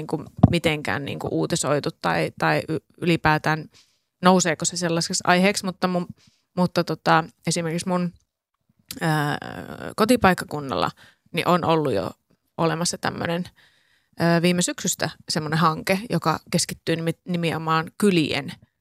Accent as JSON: {"language": "Finnish", "region": "Eastern Finland", "country": "Finland", "tie": "born or raised there", "moved": "yes", "said": "mä oon siis Itä-Suomesta kotosi"}